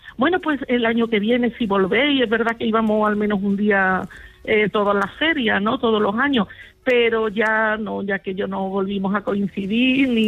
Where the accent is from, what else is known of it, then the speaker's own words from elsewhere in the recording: Andalusia, Spain; now in Seville, Spain; Desde mi pueblo, que está cerca.